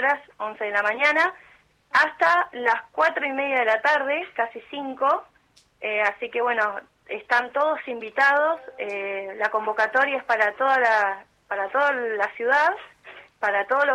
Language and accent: Spanish; Argentina; no solamente como argentinos, sino también como cultura local